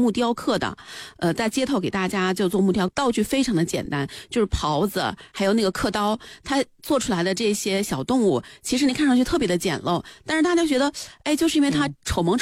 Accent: China

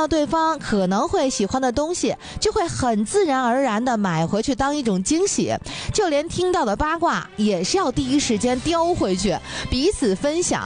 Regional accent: Northeast China, China; 这个就是我们东北人的 MVP 的结算时刻。

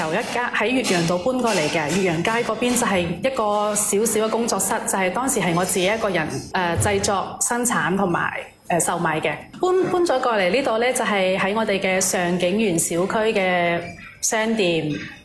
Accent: Zhuhai, Guangdong, China; 我唔係新會人嚟講，我係珠海人

